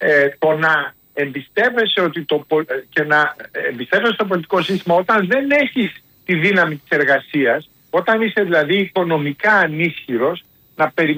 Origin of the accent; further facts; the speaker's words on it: Greece; πρώτα στα ελληνικά, πρώτα στην πατρίδα μου.